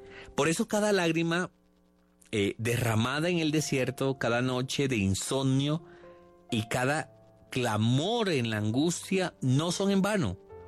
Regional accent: Colombia; yo como colombiano

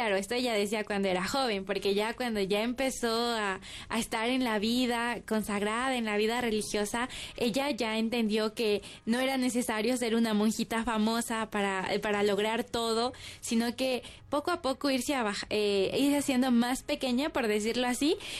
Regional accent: Ecuador; nosotros como ecuatorianos mismo somos muy bendecidos

